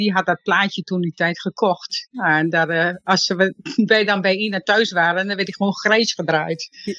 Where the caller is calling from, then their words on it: Emmer-Compascuum, Drenthe, Netherlands; Uit Emmenkompas kwam.